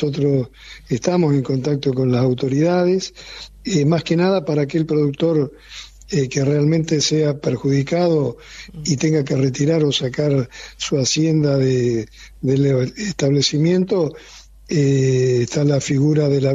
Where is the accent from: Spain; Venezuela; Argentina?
Argentina; no darnos la oportunidad como argentinos de debatir la ley de fuego.